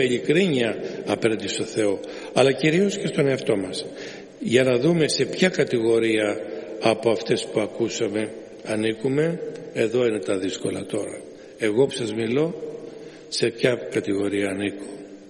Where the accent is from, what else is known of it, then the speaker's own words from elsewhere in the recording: Greece; Εμείς σαν Έλληνες έχουμε την τεράστια ευλογία να ζούμε σε αυτή την ευλογημένη χώρα